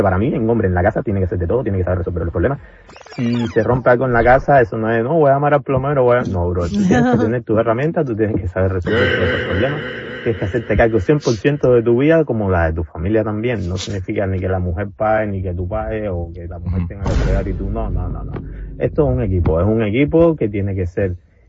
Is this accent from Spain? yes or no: no; Cuba; Yo tengo 31 años, soy de Cuba.